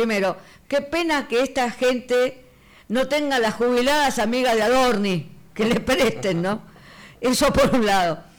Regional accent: Buenos Aires, Argentina; como vecina porteña y todos acá en el piso, somos porteños

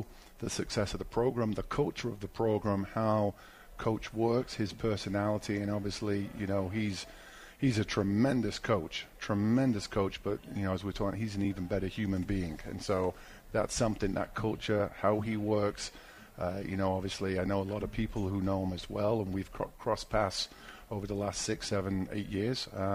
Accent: Southport, North West England, United Kingdom; now in Colorado, United States; So I'm from England. I'm from a town called Southport. It's in the northwest, right on the coast, and my reference point is Liverpool

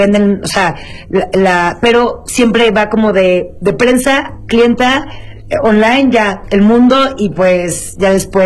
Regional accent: San Luis Potosí, Mexico; also born or lived in London; now in Mexico City, Mexico

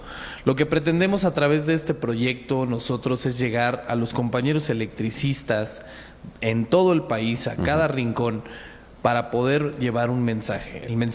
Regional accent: Mexico City, Mexico; Soy de la Ciudad de México, tengo 37 años

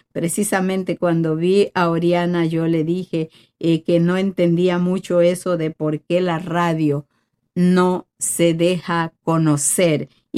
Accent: Mexico; moved away; Pero claro, soy mexicana, siempre lo seré hasta el último momento

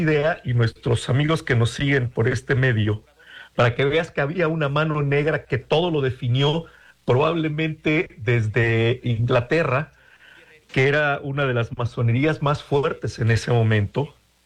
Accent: Mexico; Somos la raza de bronce, pero somos una raza nacional

